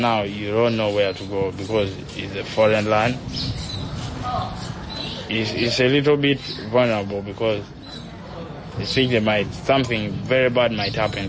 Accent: Uganda; I'm from Uganda.

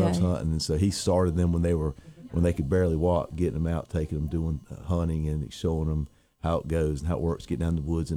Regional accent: Durham, North Carolina, United States; moved away as an adult; now in Rocky Mount, United States; I'm a native North Carolinian, grew up in Durham, but I moved here in '99 with my wife to raise our kids.

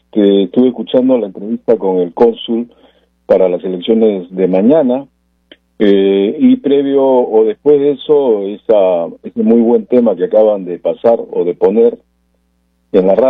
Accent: Peru; moved away

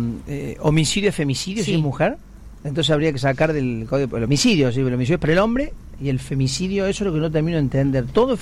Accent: Hernandarias, Entre Ríos, Argentina; en mi pueblo somos 11.000 habitantes, Hernandarias, en Entre Ríos, nos conocemos todos.

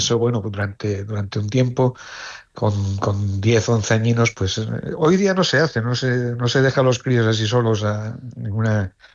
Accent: Gijón, Asturias, Spain; born there; más gana tengo yo de estar en Gijón, la ciudad donde nací 2 veces, porque nací en el Sanatorio Begoña en el año 67

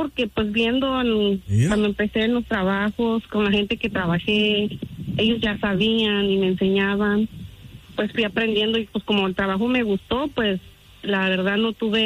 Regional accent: Guanajuato, Mexico; now in Indiana, United States; Sí, soy de Guanajuato, perdón, y radico en Indiana.

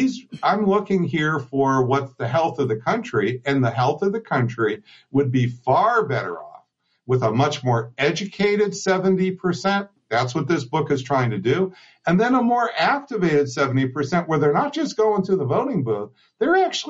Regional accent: Erie, Pennsylvania, United States; I'm from Erie, Pennsylvania, Democratic town, blue-collar town, union town.

